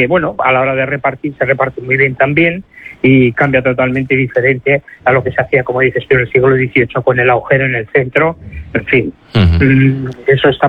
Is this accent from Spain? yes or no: yes; Bilbao, Basque Country, Spain; como somos de Bilbao